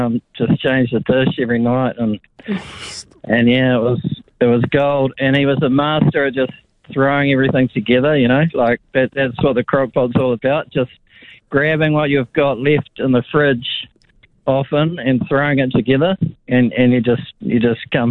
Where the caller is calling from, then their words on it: Cambridge, Waikato, New Zealand; No, I'm not from Marlborough. I'm from Cambridge.